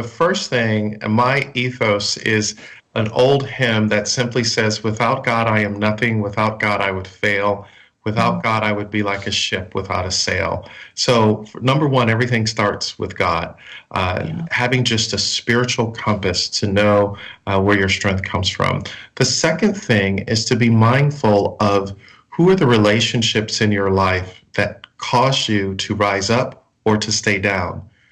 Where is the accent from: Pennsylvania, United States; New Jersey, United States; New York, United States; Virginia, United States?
New York, United States; Buffalo; now in Orlando, Florida, United States; When I was 14 years of age, growing up in Buffalo, New York